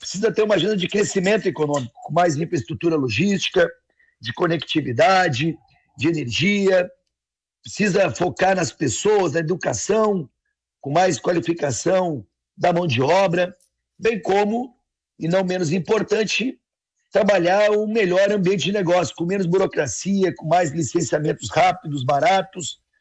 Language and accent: Portuguese; Caxias do Sul, Rio Grande do Sul, Brazil; also born or lived in Alegrete; Nasci no Alegrete, mas a minha família toda da Serra Gaúcha, minha mãe de Bento Gonçalves, meu saudoso pai de Caxias, Farroupilha. Então, a minha infância toda foi aí junto com a minha querida Caxias do Sul também.